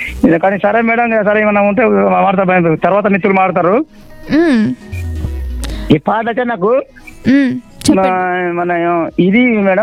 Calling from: Telangana, India; accent: Telangana; madam, మాది తెలంగాణ కాబట్టి కొంచెం మాట అలాగ ఉంటుంది

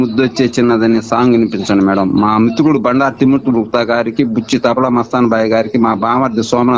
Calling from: Nellore district, Andhra Pradesh, India; మాది నెల్లూరు జిల్లా ఏఎస్పేట మండలం చంద్రూరుపాడు నుంచి మేడం.

